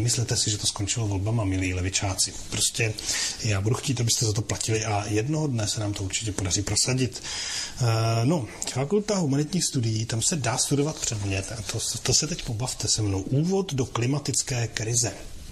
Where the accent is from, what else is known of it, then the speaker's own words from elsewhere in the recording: Prague, Czechia; My, co jsme z Prahy